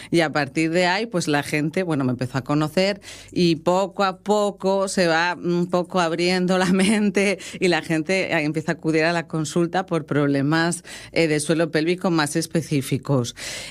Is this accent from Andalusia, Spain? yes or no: no; Santander, Cantabria, Spain; now in Caravia, Spain; Pues yo ya me empecé a especializar antes de venir a vivir aquí a Asturias, que yo soy de Santander. Y al principio, claro, pues era hace 12 años que llevo aquí. Me vine a vivir a Caravia